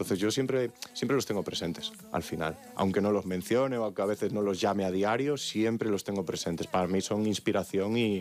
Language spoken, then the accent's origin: Spanish; Tui, Galicia, Spain; en Tui, en mi tierra, justo en Galicia